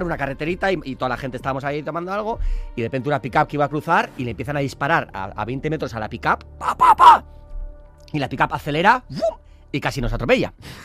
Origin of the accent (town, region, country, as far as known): San Sebastián, Basque Country, Spain